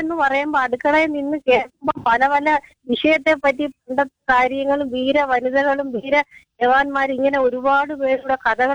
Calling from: Kollam, Kerala, India; Hello, ഞാൻ കൊല്ലത്ത് … വിളിക്കുന്നത്.

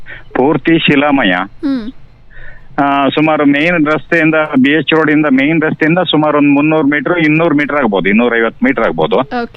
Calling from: Kugwe, Karnataka, India; ನಮ್ಮ ಊರು ಸಾಗರದಿಂದ ಕೇವಲ ಒಂದು 2 ಕಿಲೋಮೀಟರ್ 3 ಕಿಲೋಮೀಟರ್ ಇದೆ.

